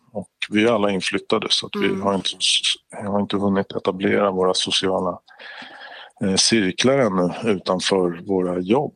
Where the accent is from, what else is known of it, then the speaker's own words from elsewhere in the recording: Stockholm, Stockholm County, Sweden; moved away; jag flyttade så tänkte jag att jag skulle bli lite illa sedd för att jag kommer från Stockholm.